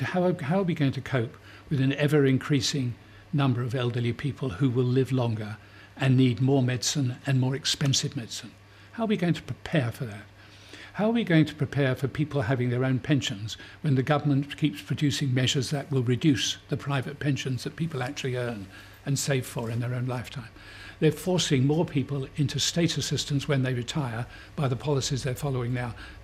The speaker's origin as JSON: {"language": "English", "region": "London", "country": "United Kingdom", "tie": "born or raised there", "said": "I grew up in the Labour area."}